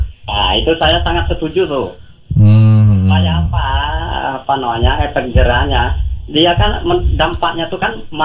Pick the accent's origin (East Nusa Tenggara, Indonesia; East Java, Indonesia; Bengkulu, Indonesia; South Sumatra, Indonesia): Bengkulu, Indonesia; born there; accent: West Java; Iya, apa namanya, logatnya aja Jawa Barat, lahirnya di Bengkulu.